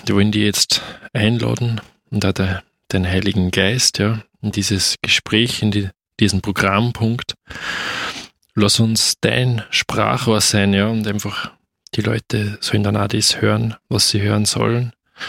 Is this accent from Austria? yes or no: yes; Upper Austria, Austria; ich komme aber eher aus dem Bereich Welsland, also ich bin jetzt auch kein gebürtiger Linzer.